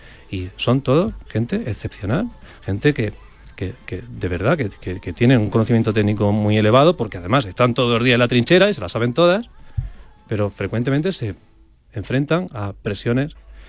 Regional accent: Linares, Andalusia, Spain; yo soy de Linares, en la provincia de Jaén.

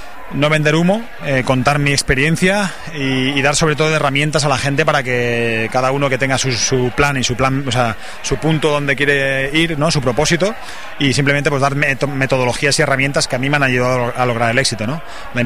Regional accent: Asturias, Spain; Yo que vengo de Asturias, ahí pues bueno, hay muchas empresas también de turismo, empresas de rafting, de descenso en canoas de plástico ahí en el Sella, ¿no?

